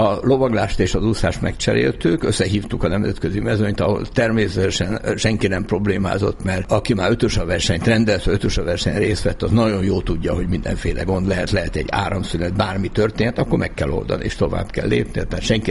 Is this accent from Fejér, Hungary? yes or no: yes; Agárd, Fejér, Hungary; also born or lived in Zugló, Budapest; Igen, hát én 4 éves voltam, amikor Zuglóból oda költöztünk, mert államos édesapám pékségét, és lementünk az agárdi házunkba.